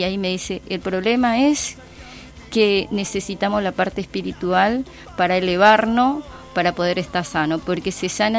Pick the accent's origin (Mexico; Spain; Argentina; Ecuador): Argentina; Formosa; moved away; Yo soy de la provincia de Formosa.